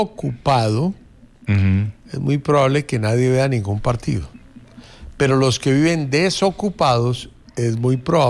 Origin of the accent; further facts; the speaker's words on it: Colombia; yo soy colombiano